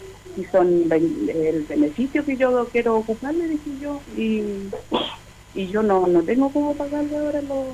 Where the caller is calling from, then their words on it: Chile; de acá de los huertos familiares de la Bolivia.